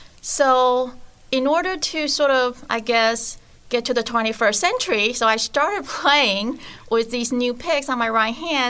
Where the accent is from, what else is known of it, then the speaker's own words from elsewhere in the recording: Taiwan; English is a second language; I grew up in Taiwan, and I have learned this instrument when I was in Taiwan.